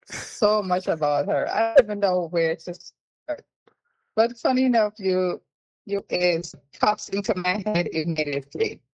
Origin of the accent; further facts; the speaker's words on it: Old Harbour, Saint Catherine, Jamaica; My family is from St. Anne. But I was born and raised in Old Harbor, St. Catherine. I went to Old Harbor Primary School